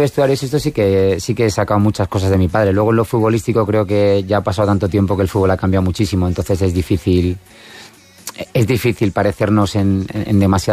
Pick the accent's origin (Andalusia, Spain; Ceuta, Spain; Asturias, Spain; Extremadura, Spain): Extremadura, Spain; Don Benito; now in Madrid, Spain; No, a ver, mis raíces están en Don Benito, está claro, en Extremadura, pero luego es cierto que mi vida se ha hecho en Madrid.